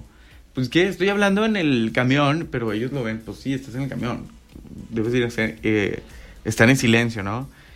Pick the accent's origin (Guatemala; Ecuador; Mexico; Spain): Mexico; entre nosotros como mexicanos